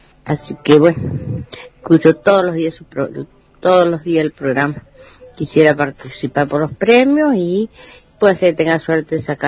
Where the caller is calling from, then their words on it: La Llave, Mendoza, Argentina; de la Llave